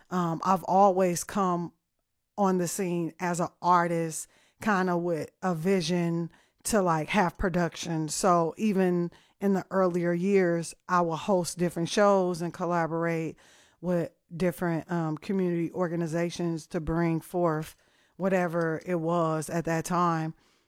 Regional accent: Oakland, California, United States; I am from Oakland, California, but my father is from Austin and my grandmother is from Austin.

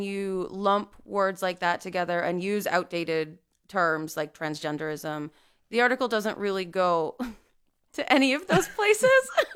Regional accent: United States; as an American.

